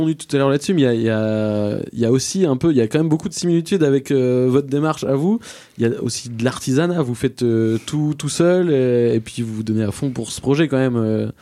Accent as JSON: {"language": "French", "town": "Briouze", "region": "Normandy", "country": "France", "said": "moi, moi-même, je viens de Briouze."}